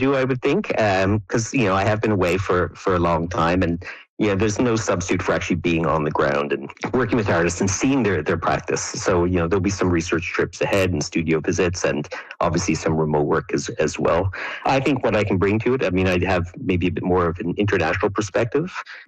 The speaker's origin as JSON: {"language": "English", "town": "St. John's", "region": "Newfoundland and Labrador", "country": "Canada", "moved": "as an adult", "said": "You know, I'm from St. John's originally, of course, and studied in Grenfell in Cornerbrook. And then in 99, I moved away. So, I mean, I still return home because of all my family connections and stuff are all there, of course."}